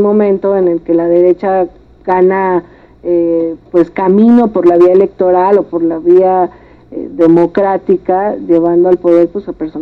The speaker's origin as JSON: {"language": "Spanish", "country": "Mexico", "said": "como mexicanas y mexicanos, ¿no? Somos parte de una historia, y este momento de la historia de nuestro país"}